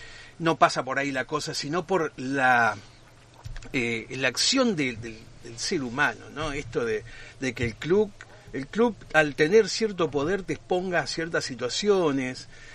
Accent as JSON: {"language": "Spanish", "country": "Argentina", "said": "hoy somos argentinos"}